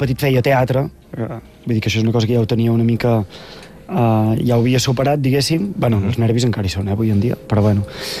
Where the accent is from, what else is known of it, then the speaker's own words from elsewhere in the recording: Vic, Catalonia, Spain; Jo soc, pels de fora de Vic, soc de Vic, però per la gent de Vic soc de la Serra de Sant Ferm.